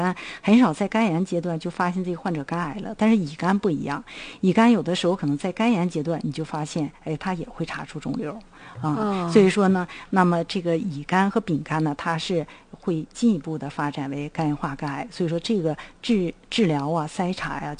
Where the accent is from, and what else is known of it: China